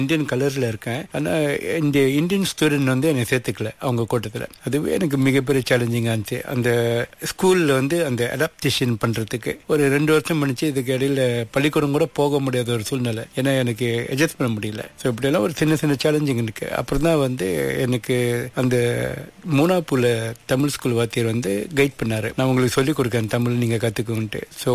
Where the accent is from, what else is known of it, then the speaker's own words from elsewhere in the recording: Sabah, Malaysia; நான் பிறந்து வளர்ந்ததெல்லாம் சபா, அம்மா சபஹான்.